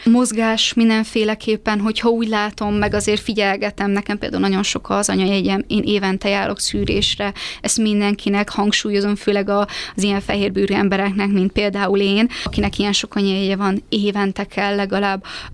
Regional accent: Szeged, Csongrád-Csanád, Hungary; now in Budapest, Hungary; én amúgy alapból szegedi vagyok, de ugye most már Budapesten élek.

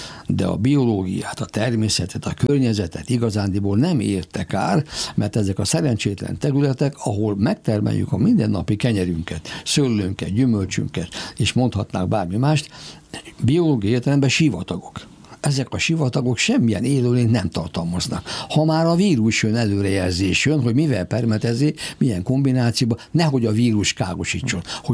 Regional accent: Ercsi, Fejér, Hungary; born there; Ercsibe születtem, a szívem csücske.

